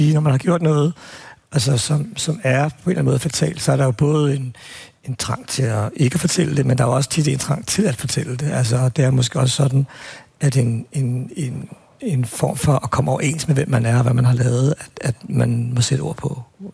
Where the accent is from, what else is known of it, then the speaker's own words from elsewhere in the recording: Albertslund, Capital Region of Denmark, Denmark; jeg voksede op i Appelslund, hvor vi havde to fængsler.